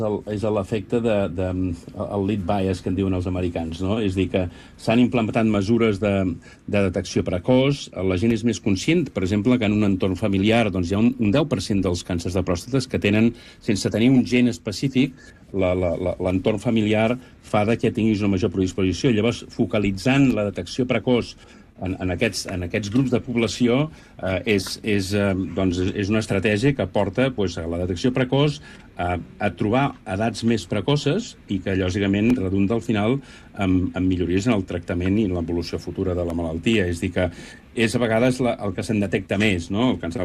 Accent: Sabadell, Catalonia, Spain; Bueno, jo sóc de Sabadell, de Barcelona, català, i a veure, jo... És el meu país, és on m'he creat

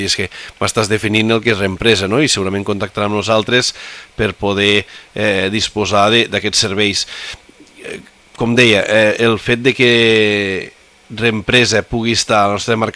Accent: Corbins, Catalonia, Spain

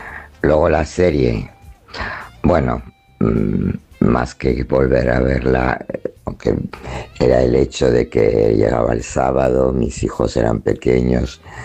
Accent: Alcalá de Henares, Community of Madrid, Spain; de Alcalá de Henares.

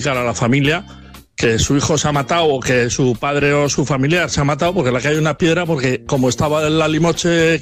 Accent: San Sebastián, Basque Country, Spain

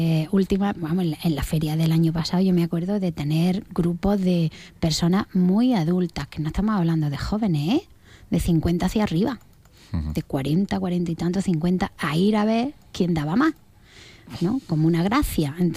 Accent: Baza, Andalusia, Spain; Los que somos de Baza, pues tampoco estamos tan sumamente lejos.

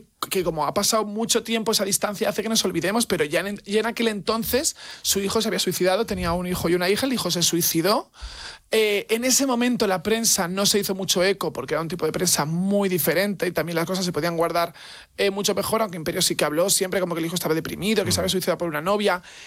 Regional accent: Valencia, Valencian Community, Spain; Ah, tú también eres valenciano

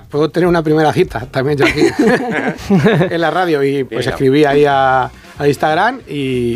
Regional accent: Aranjuez, Community of Madrid, Spain; accent: Toledo; Pues en mi pueblo, soy de Aranjuez, pero es frontera con Toledo.

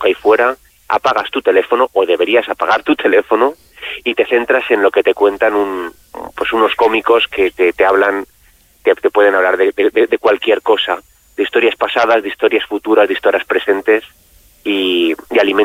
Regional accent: Valencia, Valencian Community, Spain; era Valencia, era una parada obligatoria, es uh-huh. mi tierra

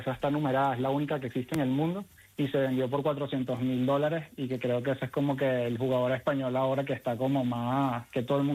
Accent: Venezuela; Yo soy venezolano y para mí mi fútbol es el béisbol

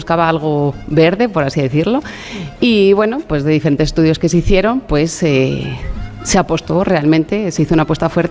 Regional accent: Spain; pues como buenos españoles, lo consumimos todos los días

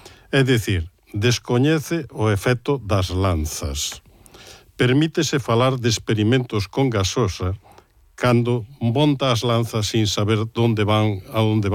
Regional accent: Santiago de Compostela, Galicia, Spain; pero si son unha persona, como moitos composteláns, que temos capacidade de observar

